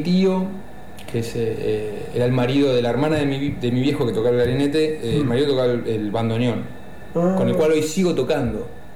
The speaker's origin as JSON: {"language": "Spanish", "town": "Bella Vista", "region": "Buenos Aires Province", "country": "Argentina", "tie": "born or raised there", "said": "yo nací en Capital, pero viví toda mi vida en el partido de San Miguel, primero en Muñiz y después en la localidad de Bellavista, básicamente toda mi vida. Es como un pueblito, pero bueno, es parte del conurbano, ¿no?"}